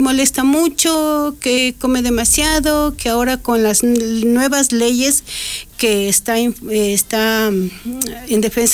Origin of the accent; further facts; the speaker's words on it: Tulcán, Carchi, Ecuador; accent: Carchi; now in San Antonio de Pichincha, Ecuador; Actualmente vivo en San Antonio de Pichincha, yo soy de Tulcán, si es que no se han dado cuenta por mi acento característico de mi hermosa provincia, El Carchi.